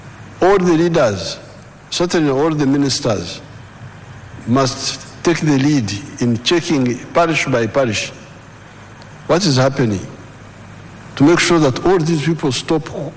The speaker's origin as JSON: {"language": "English", "town": "Ntungamo", "region": "Western Region", "country": "Uganda", "said": "And I can describe, because I'm from Ntungamo. Ntungamo, all of us were in the Okore Chidachonga."}